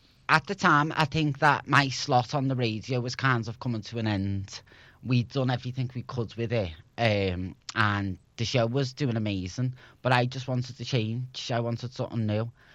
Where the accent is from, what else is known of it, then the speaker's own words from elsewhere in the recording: Liverpool, North West England, United Kingdom; accent: Scouse; moved away as an adult; also born or lived in China; I was from Liverpool. Being a Scouser in Asia, in China especially